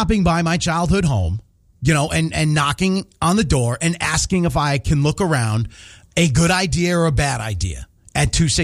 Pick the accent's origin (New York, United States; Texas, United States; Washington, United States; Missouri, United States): New York, United States; Hudson; moved away; Hudson, where I grew up